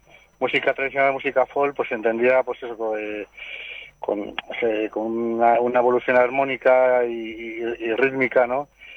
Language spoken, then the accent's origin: Spanish; Palencia, Castile and León, Spain; somos palentinos, pero eso con muchas raíces aquí en la Ribera del Duero, ¿no? Porque el apellido de buena parte de los integrantes … un gran folclorista, pues desciende de Milagros, Peñaranda de Duero